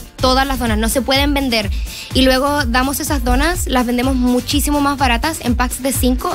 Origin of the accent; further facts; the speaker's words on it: Santiago, Santiago Metropolitan Region, Chile; moved away as an adult; now in United States; soy chilena de Santiago, llevo 5 años en los Estados Unidos